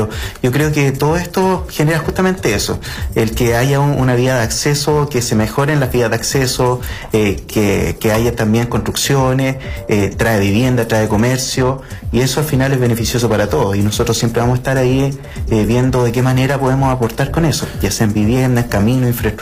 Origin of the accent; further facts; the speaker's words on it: Chile; la manera que tenemos nosotros de desarrollar la ciudad acá en Chile